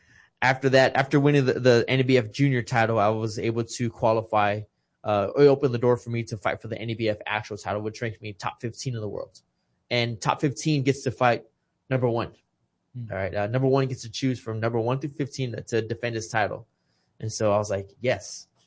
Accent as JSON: {"language": "English", "town": "Kingsville", "region": "Texas", "country": "United States", "tie": "born or raised there", "said": "Yes, I'm born and raised in Kingsville, Texas. My dad's from L.A."}